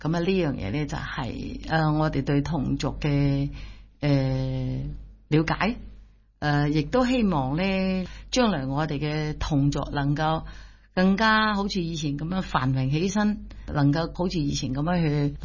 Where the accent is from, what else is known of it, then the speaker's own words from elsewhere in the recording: Foshan, Guangdong, China; 就刻出嚟我哋佛山人講嘅叫做站紙啊，站公仔紙、站紙，以前喺我哋佛山地區係好流行嘅。